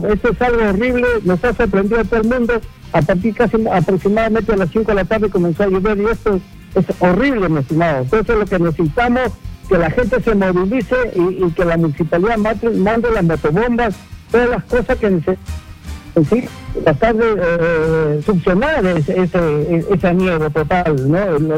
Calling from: Lima, Peru; de Villa El Salvador

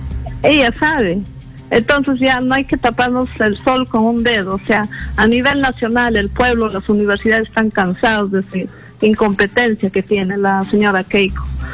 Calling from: La Oroya, Junín, Peru; yo soy de La Oroya.

